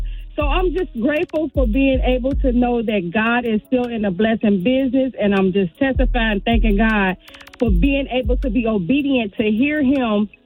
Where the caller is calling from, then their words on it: Detroit, Michigan, United States; I'm calling from Detroit.